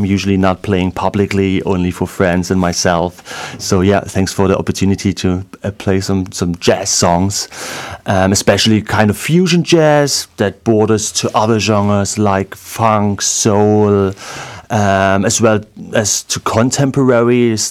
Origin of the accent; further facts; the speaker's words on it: Dresden, Saxony, Germany; I'm born and raised in Dresden, but I've been living abroad for roughly a decade and have recently returned